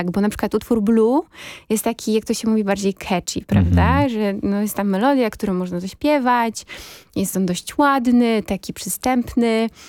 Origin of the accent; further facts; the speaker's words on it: Tczew, Pomeranian Voivodeship, Poland; nigdy wcześniej nie mieszkałam tak blisko morza. Oczywiście ja pochodzę z Pomorza, bo urodziłam się w Tczewie, więc Gdańsk był mi bardzo bliski i wielokrotnie tam bywałam